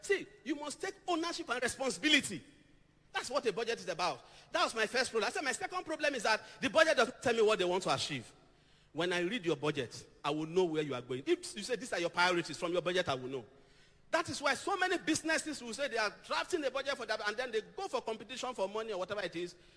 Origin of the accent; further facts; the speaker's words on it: Akure, Ondo, Nigeria; as a young man growing up in Trem, Akure